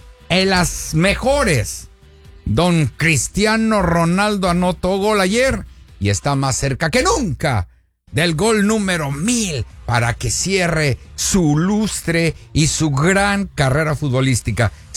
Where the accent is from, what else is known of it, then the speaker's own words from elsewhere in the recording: Mexico; Yo sí soy 100% mexicano. Sí, tengo sangre mexicana y nací en México.